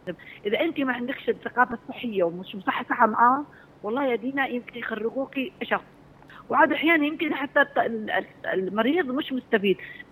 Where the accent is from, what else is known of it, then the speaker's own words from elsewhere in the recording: Aden, Yemen; إحنا عندنا في عدن